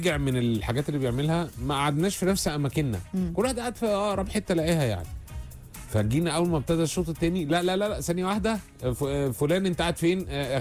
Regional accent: Iraq; now in England; طيب مساء الورد انا عراقية وبشجع مصر والمغرب من كل قلبي

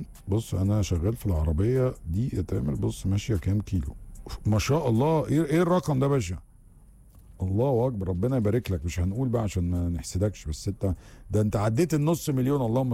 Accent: Egypt; فالمناخ عندنا في مصر تلج

